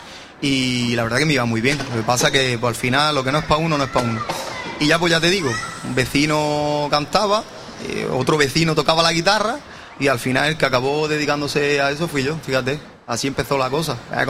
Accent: Almería, Andalusia, Spain; muchísima gente no sabe que yo soy de Almería.

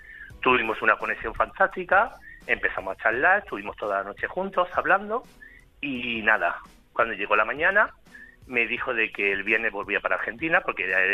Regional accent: Andalusia, Spain; él es más de 40 clases de Pinedo y yo soy de Andalucía.

